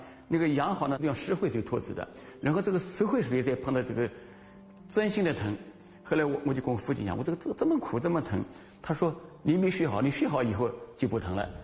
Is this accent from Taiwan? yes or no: no; Yangzhou, Jiangsu, China; moved away as an adult; now in Shanghai, China; 刚才讲我是扬州人嘛，当时我就立下一个心愿，不但要做好笔，还做好人。我到上海以后，一定要做一个让人瞧得起的人。